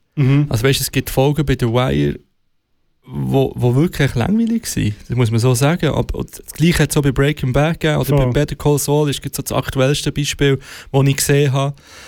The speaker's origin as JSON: {"language": "German", "country": "Switzerland", "said": "Als Schweizer Bürger, Bürgerin."}